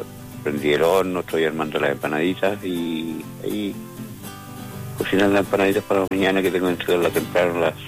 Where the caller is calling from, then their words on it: Tierra Amarilla, Atacama, Chile; ahora soy presidente de la Unión Comunal de Adultos Mayores de Tierra Amarilla.